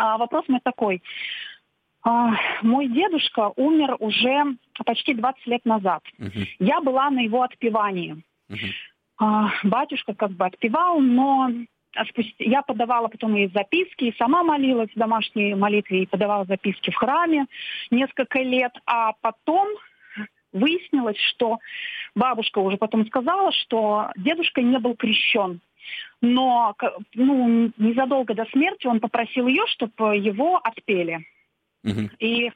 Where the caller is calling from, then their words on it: Saint Petersburg, Russia; я из Петербурга.